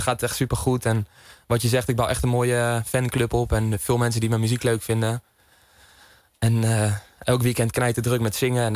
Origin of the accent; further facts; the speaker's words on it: Zwolle, Overijssel, Netherlands; Ik kom uit Zwolle, dus ik ben lekker een nuchter en normale gozer.